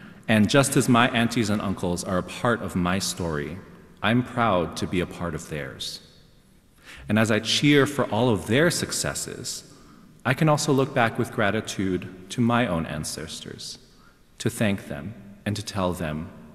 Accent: Hawaii, United States; I grew up in Hawaii

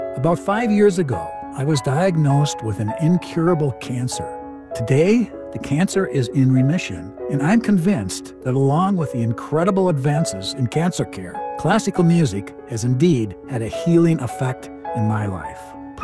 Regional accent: Minneapolis, Minnesota, United States; I'm from Minneapolis.

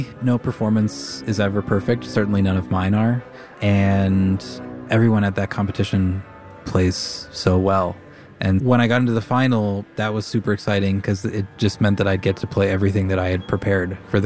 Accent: Minneapolis, Minnesota, United States; first time with this concerto with an orchestra, and I am so honored and thrilled that it's here in my hometown.

